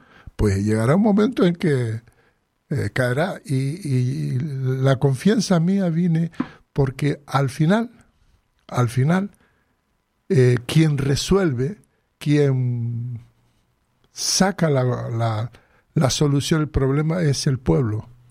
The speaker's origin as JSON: {"language": "Spanish", "country": "Western Sahara", "said": "Nosotros, el pueblo saharaui lucha para decir, yo quiero vivir libre en mi tierra"}